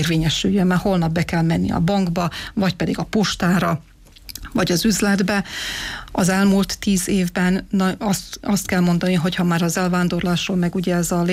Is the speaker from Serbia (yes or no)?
yes; Novi Sad, Vojvodina, Serbia; first language Hungarian; moved away; általános iskolába is, a középiskolába is magyarul tanultam, vagy magyar tagozatban jártam, viszont a Újvidéken nőttem föl, ott születtem, ott nevelkedtem, és legtermészetesebb volt ugye, hogy szerbül is tanulunk